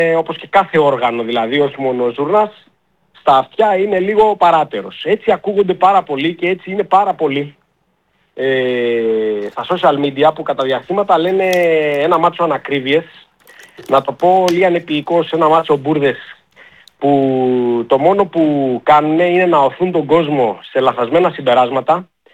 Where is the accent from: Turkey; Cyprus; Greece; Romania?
Greece; Macedonia; γιατί και εγώ είμαι Μακεδόνας και πρέπει να θυμόμαστε τις ρίζες μας.